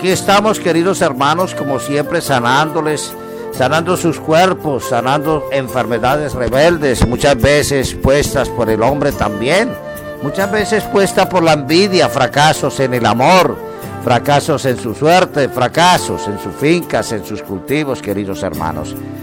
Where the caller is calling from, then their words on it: Lima, Peru; no soy de acá, he venido de vacaciones, pero realmente me ha gustado, yo soy de Perú